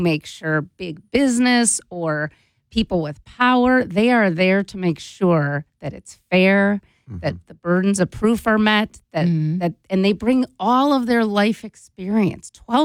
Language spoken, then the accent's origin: English; Cleveland, Ohio, United States; There's people, I served on a jury in my hometown of Cleveland.